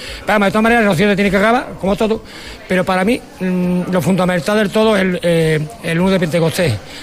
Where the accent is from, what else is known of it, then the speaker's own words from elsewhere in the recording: Coria del Río, Andalusia, Spain; mi pueblo, con Coria